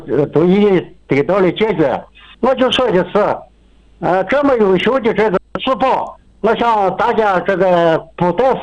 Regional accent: Gansu, China; 我是来自甘肃省青阳市活水县何家盘镇这样一个地地道道的农民。

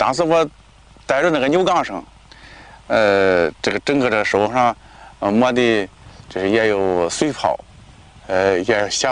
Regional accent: Binzhou, Shandong, China; 41岁，山东省滨州市武陂县刘浦镇大王刘浦村人，从小在农村出生，农村长大，

